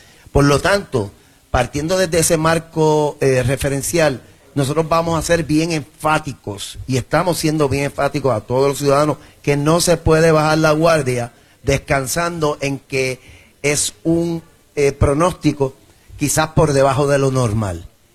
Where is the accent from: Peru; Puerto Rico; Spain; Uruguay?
Puerto Rico; Bayamón; Yo soy de Bayamón, estoy aquí en mi casa